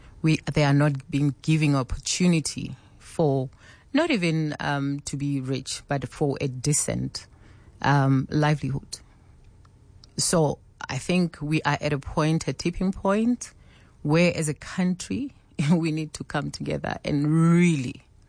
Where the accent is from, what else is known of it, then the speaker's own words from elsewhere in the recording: Sharpeville, Gauteng, South Africa; also born or lived in Sasolburg; I grew up in Sharpeville, mixture of Sasolburg also. That's where my father is from. And yeah, I'm a Vaal girl through and through.